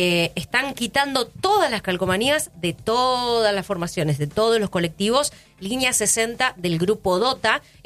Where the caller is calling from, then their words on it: Mariano Acosta, Buenos Aires Province, Argentina; Buenos días … de Mariano Acosta.